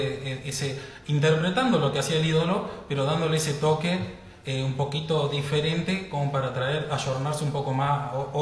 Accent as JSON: {"language": "Spanish", "town": "Eusebia", "region": "Santa Fe", "country": "Argentina", "said": "Yo soy de Eusebia, Santa Fe, que estoy al límite con Córdoba"}